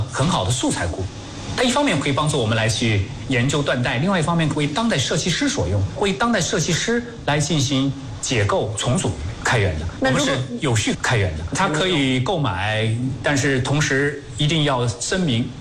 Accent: Jingdezhen, Jiangxi, China; 哎呀，景德镇就是，哎呀，我们的家乡确实有点脏，有点乱。那个时候，说家长也好，你自己想的也好，也是逃离，离开景德镇

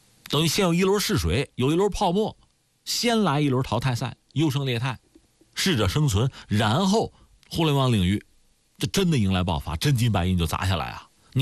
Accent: China; 我们中国人

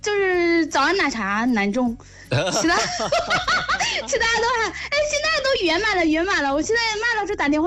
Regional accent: Jiujiang, Jiangxi, China; 不，我本来就是江西的，我是江西九江的。

